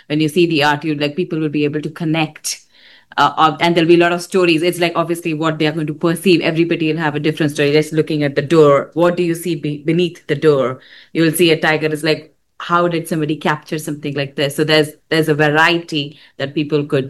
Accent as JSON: {"language": "English", "country": "India", "tie": "born or raised there", "moved": "yes", "said": "I've been born and brought up in India"}